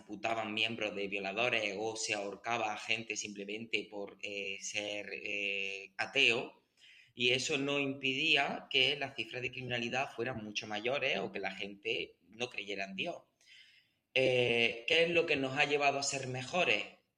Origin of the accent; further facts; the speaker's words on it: Andalusia, Spain; moved away as an adult; quería irme de mi pueblo. Yo soy de un pueblo de Jaén